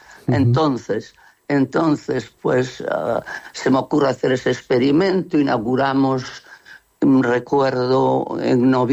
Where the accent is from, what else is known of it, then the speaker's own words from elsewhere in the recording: Betanzos, Galicia, Spain; born there; also born or lived in Coirós; Realmente era mi pueblo. Coirós también, pero bueno, Betanzos era más interesante. Y estuve 10 años en Betanzos, fíjate.